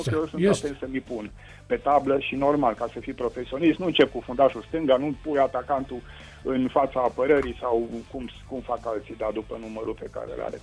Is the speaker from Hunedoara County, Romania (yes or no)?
yes; Deva, Hunedoara County, Romania; moved away as an adult; now in Arad, Romania; Pentru că eu sunt din Dev